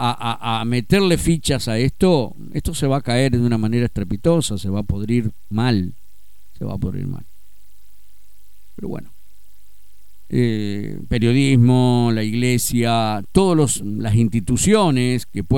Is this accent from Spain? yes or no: no; Argentina; Lo único que estamos con pobreza absoluta somos el pueblo argentino